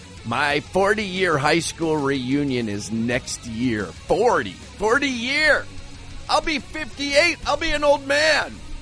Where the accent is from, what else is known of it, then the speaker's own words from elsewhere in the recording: Connecticut, United States; moved away; They are from Connecticut, my home state